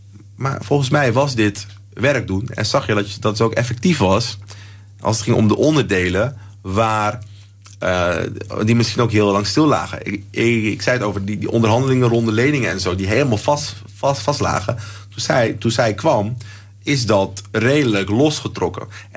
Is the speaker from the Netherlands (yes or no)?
yes; Amsterdam, North Holland, Netherlands; ik ben opgegroeid in Amsterdam. Ik heb roots Suriname.